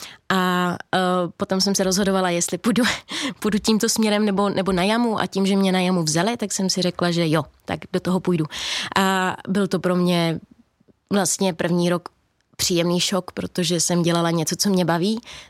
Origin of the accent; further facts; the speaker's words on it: Hodonín, South Moravian Region, Czechia; Já jsem z Hodonína